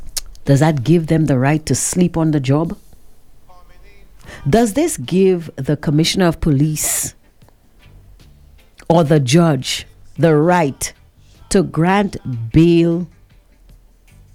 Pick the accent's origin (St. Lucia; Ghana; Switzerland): St. Lucia; born there; I was born in Cicero, but I didn't spend most of my life there.